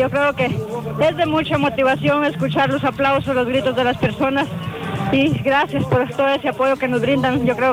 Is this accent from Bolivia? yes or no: no; Uspantán, Quiché, Guatemala; now in Patzicía, Guatemala; Vengo de Pachitía de Chimaltenango, pero soy originaria de Spantán Quiché